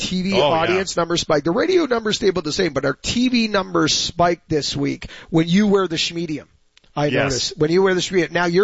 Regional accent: Canada; I'm Canadian.

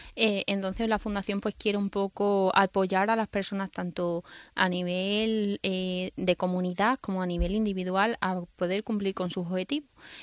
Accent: Mérida, Extremadura, Spain; ya que nosotros somos una familia de Mérida

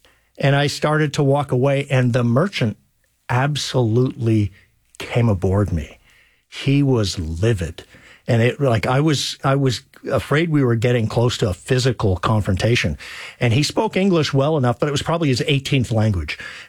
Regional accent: Canada

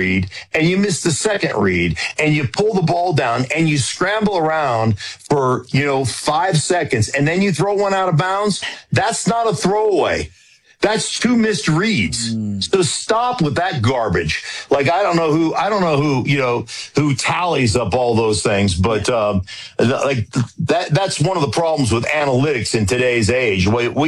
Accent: Anchorage, Alaska, United States; Since I was a little kid growing up in Anchorage, Alaska.

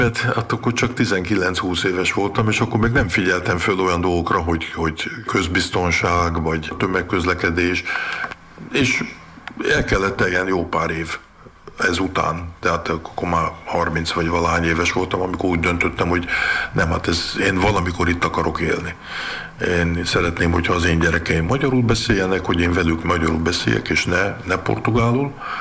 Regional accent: São Paulo, Brazil; born or raised there; now in Hungary

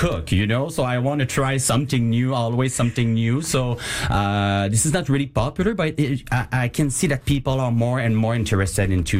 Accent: Quebec City, Quebec, Canada; now in Wendake, Canada; I grew up in Quebec, Lac Saint-Charles, just up north Wendake, and my grandfather was just beside the Kabir Kuba, so the river

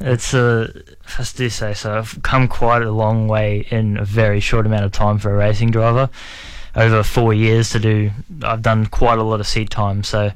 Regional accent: Australia; growing up in Australia and watching supercars all my life

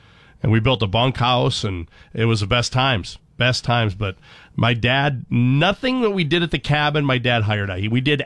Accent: Golden Valley, Minnesota, United States; also born or lived in Brooklyn Park, Minnesota; we grew up in a townhouse in Brooklyn Park, and we had a cabin in Brainerd. We had a little nicer house I grew up in Golden Valley, and we had nice house.

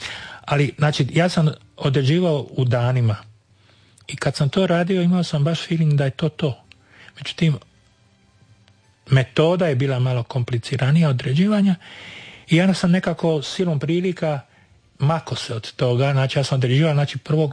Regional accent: Split, Split-Dalmatia County, Croatia; cijena, recimo, sipe je posve drugačija za razliku od cijene kod nas u Splitu.

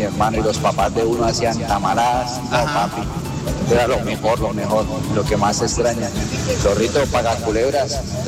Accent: Colombia; escuchando Olímpica Estéreo. Lo mejor de mi barrio, cuando yo me crié en el Alfonso López

